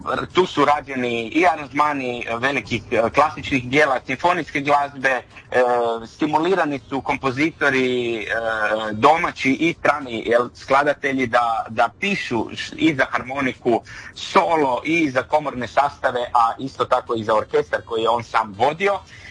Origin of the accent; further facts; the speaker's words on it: Istria County, Croatia; pogotovo kod nas u Istri